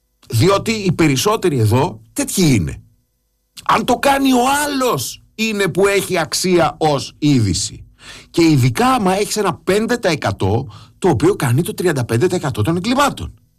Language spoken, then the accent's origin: Greek; Greece; Αυτό που έχουμε ζήσει εμείς, υποτίθεται γηγενείς λευκοί κανονικοί Έλληνες